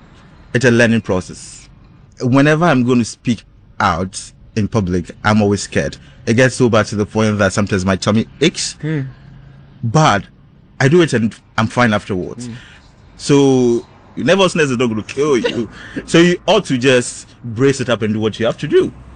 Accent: Volta, Ghana; moved away as an adult; now in Accra, Ghana; In our local language, I'll say … I'm Eweso. … I'm from the Volta region of Ghana, and I've been in Accra since 2015.

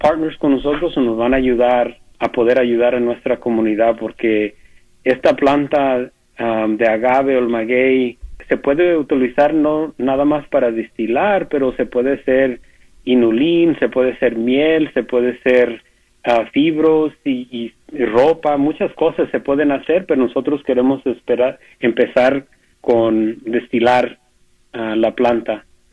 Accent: Mexico; como yo como mexicano, me da mucho orgullo

